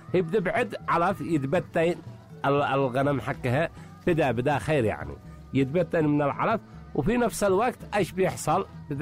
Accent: Sanaa, Amanat Al Asimah, Yemen; أو ما نسميها عندنا في صنعاء كوبا

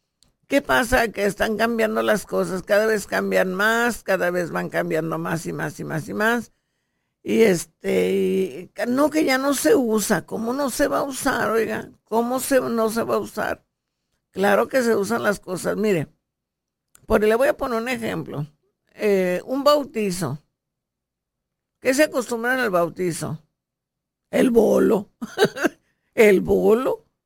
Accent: Mexico; canciones nuestras que nos representen como mexicanos.

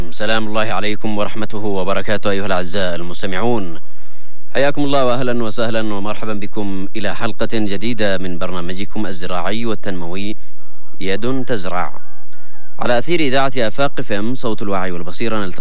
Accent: Yemen; في بلدنا الحبيب وفي بلدتنا الطيبة، في أرض الخير والنماء، في أرض البركة وفي أرض النعمة، في يمن الإيمان

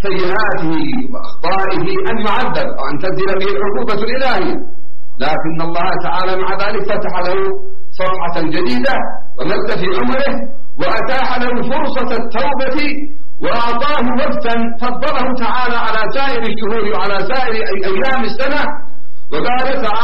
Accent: Yemen; عندنا في اليمن

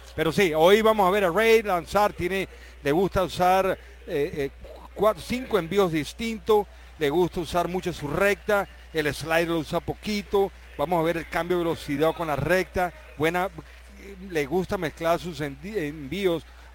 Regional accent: Venezuela; moved away

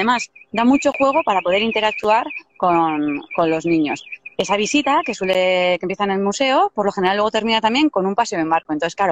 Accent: Deba, Basque Country, Spain; born there

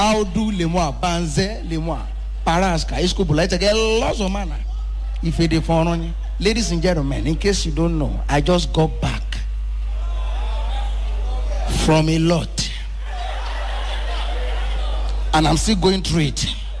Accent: Ibadan, Oyo, Nigeria; Ladies and gentlemen, I go like Ibadan. I base. I grew up in Ibadan. A very tough place to live.

